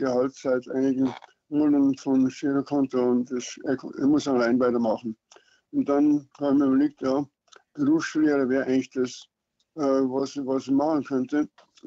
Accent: Bavaria, Germany; Und der war noch etwas anständiger als ich als Niederbayer

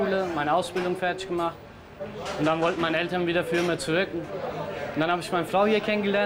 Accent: Germany; moved away as an adult; now in Turkey; Ich bin in Deutschland aufgewachsen.

